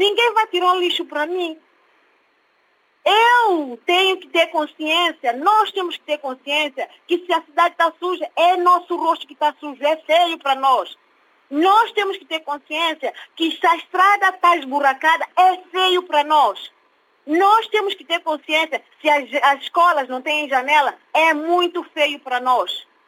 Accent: São Tomé & Príncipe; now in Portugal; a Agostinho Neto, que é uma roça que eu conheço, onde eu cresci, onde eu vivi.

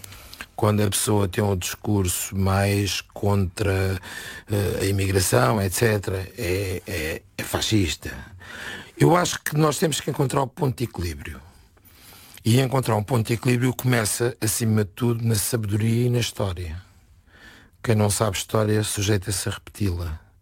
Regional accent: Setúbal, Portugal; eu sou de Setúbal

